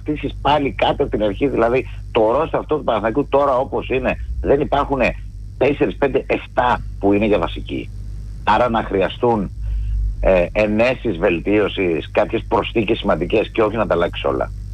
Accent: Loutsa, Attica, Greece; Και θα πω εκεί στα μέρη μου στη Λούτσα που έχει πολλές οδόνες

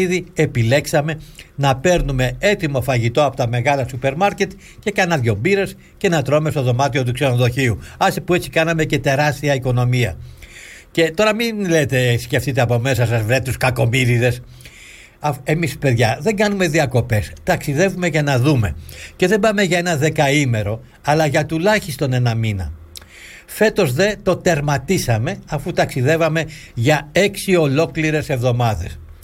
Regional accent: Greece; όταν άκουσαν πως είμαστε Έλληνες.

